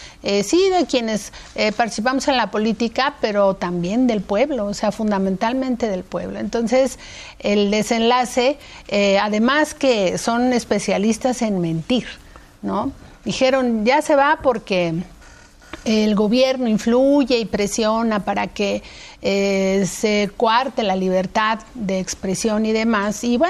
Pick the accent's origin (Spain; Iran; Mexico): Mexico; Y nosotros somos, como mexicanos, como país, como patria, lo suficientemente grandes como para no necesitar de nadie